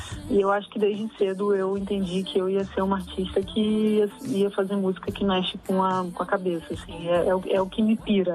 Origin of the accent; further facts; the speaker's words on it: São João de Meriti, Rio de Janeiro, Brazil; moved away as an adult; also born or lived in Jacarepaguá, Rio de Janeiro; now in São Paulo, Brazil; Eu fui criada na Baixada Fluminense, no Rio de Janeiro. Mais tarde, ali pela adolescência, minha família foi para a Zona Oeste, então eu morei também em Jacarepaguá, na freguesia, mas hoje está todo mundo lá pela região serrana